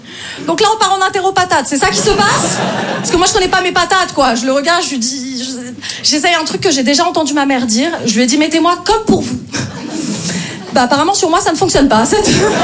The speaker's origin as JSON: {"language": "French", "town": "Paris", "region": "Île-de-France", "country": "France", "said": "Moi je viens de Paris."}